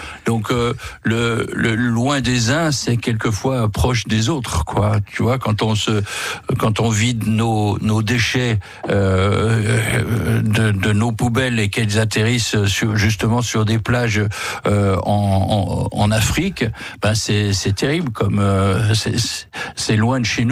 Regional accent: Grand Est, France; moved away; also born or lived in New York; je suis lorrain.

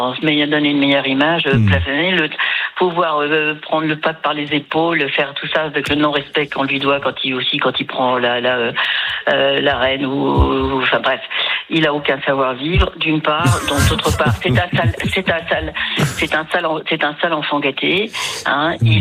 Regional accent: Paris, Île-de-France, France; Oui, je suis parisienne.

